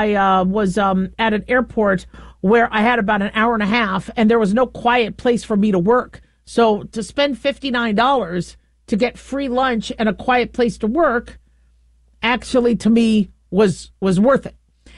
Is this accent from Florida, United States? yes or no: no; Phoenix, Arizona, United States; I remember Circle K when I grew up in Phoenix, Arizona, and we're seeing a lot of Circle K's in my area.